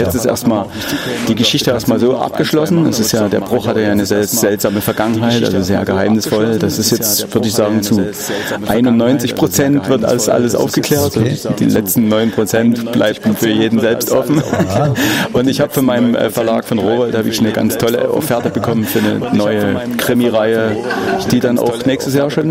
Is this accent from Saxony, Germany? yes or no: yes; Dresden, Saxony, Germany; Ich bin Dresdner.